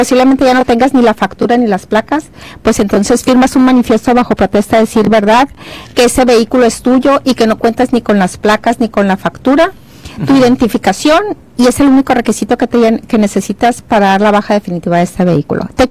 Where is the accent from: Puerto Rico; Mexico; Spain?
Mexico; Sinaloa; como buenos conductores, como buenos sinaloenses